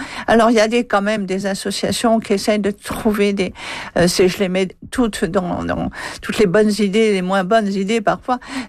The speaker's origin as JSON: {"language": "French", "country": "France", "said": "chez nous en France"}